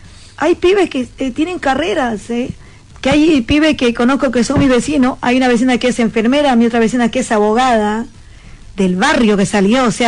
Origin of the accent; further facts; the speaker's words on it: Bolivia; now in Argentina; Yo también soy de Bolivia, no hablo quechua. Pero aprendí con el tiempo, con la gente que me rodea, aprendí quechua.